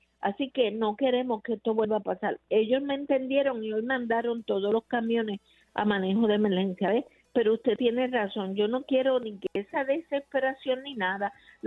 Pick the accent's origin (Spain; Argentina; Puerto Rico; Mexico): Puerto Rico; Loíza; la historia tan rica que tenemos